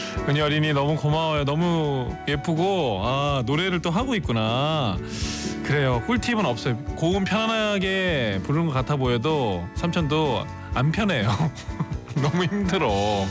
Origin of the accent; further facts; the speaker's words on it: Ulsan, South Korea; 저도 이제 울산 출신이니까 이 사투리가 방송 나갈 때 나가는 게 좀 신경 쓰이니까